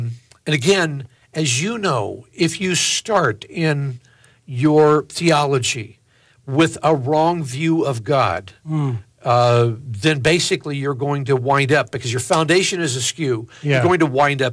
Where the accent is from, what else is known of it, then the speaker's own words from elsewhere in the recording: United States; moved away as an adult; moved over to England. I found out that, first of all, I shouldn't be so loud and so brash as an American.